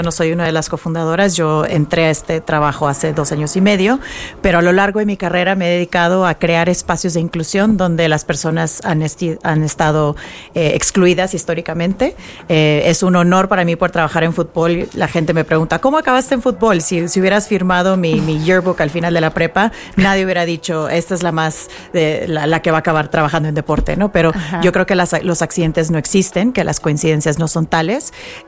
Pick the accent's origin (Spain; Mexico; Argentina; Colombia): Mexico; moved away as an adult; now in United States; soy mexicana, crecí en México, aunque ahora me toca trabajar en Estados Unidos.